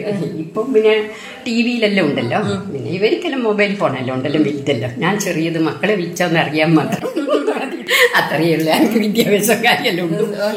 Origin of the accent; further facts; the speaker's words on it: Pariyaram, Kerala, India; എന്റെ നാട് പരിയാരത്ത, ഇവിടെ പരിയാരം പറയുന്ന നിങ്ങള് പാലോട്ട് വഴി